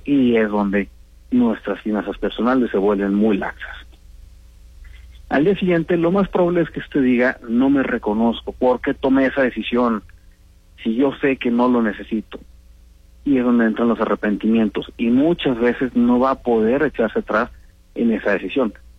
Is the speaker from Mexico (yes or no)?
yes; Mexico